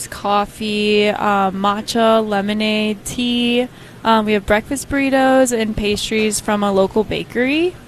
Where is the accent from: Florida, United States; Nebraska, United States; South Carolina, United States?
South Carolina, United States; moved away as an adult; now in Nashville, United States; I'm from South Carolina, but I've lived here for 6 years.